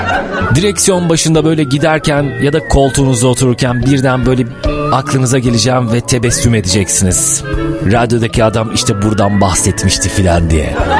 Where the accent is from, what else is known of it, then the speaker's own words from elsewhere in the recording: İbriktepe, Edirne, Turkey; moved away; Mesela bizim köyün, İbriktepe'nin bir ruhu var.